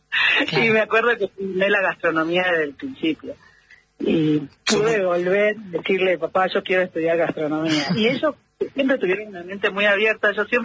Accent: Tilcara, Jujuy, Argentina; yo nací en un pueblo que era muy chico, donde todos nos conocíamos, y generalmente no tenía la afluencia turística que tiene hoy.

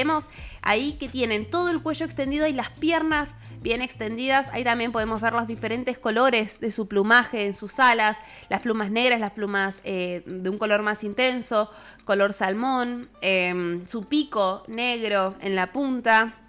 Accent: Argentina

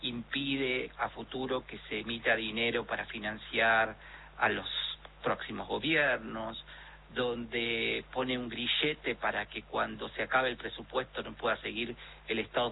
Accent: Argentina; aunque parezca increíble tanto tiempo antes, pero así somos los argentinos.

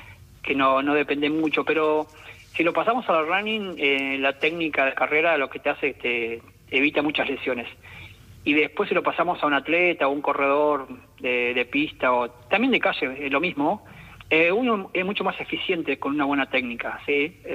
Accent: Entre Ríos, Argentina; Clara el 20 de julio, 9 de julio Villaguay, que está cerca de mi pueblo.

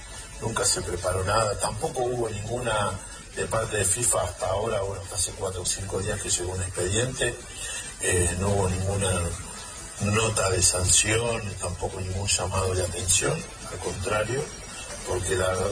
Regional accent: Argentina; Porque somos argentinos y estamos orgullosos.

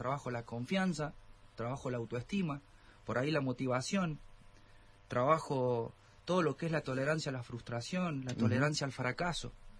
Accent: Jáchal, San Juan, Argentina; moved away as an adult; yo he nacido acá en Hachal, soy acá nativo de Hachal, he estado trabajando en Córdoba y en la capital de San Juan. Pero bueno, soy nativo de acá de Hachal, tengo mi familia acá en Hachal.

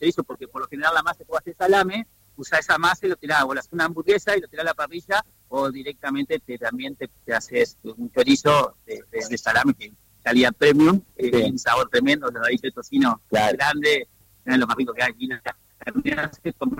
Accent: Viale, Entre Ríos, Argentina; born there; yo estoy acá a 50 kilómetros, tengo donde nací en Viale, tengo un pequeño lugar donde procesamos la carne. Y bueno, obviamente abastecemos a nuestros locales comerciales que tenemos acá en Paraná.

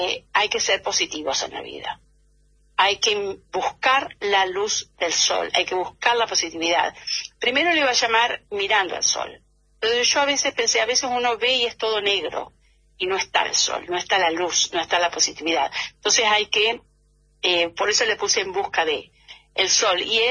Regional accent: Trenque Lauquen, Buenos Aires Province, Argentina; Yo soy de Trenquelauquen, que en la provincia de Buenos Aires, y un pueblito más chiquito que se llama América, Rivadavia.

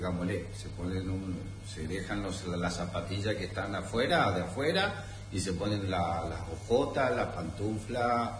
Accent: Mendoza, Argentina; born there; also born or lived in Korea

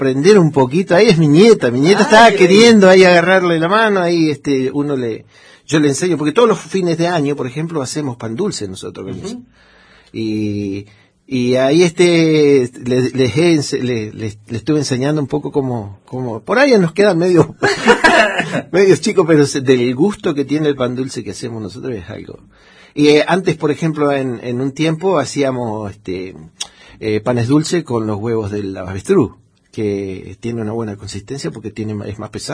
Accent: Esquel, Chubut, Argentina; No, yo soy de acá de Esquel.

